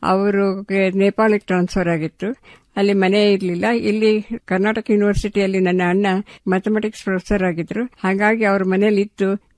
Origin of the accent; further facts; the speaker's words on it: Bengaluru, Karnataka, India; moved away as an adult; now in Dharwad, India; ನಾನು ಬೆಂಗಳೂರಿಂದ, national college ಬೆಂಗಳೂರಲ್ಲಿ, ಅಲ್ಲಿ ಬಿಎಸ್ಸಿ ಮಾಡಿದೆ.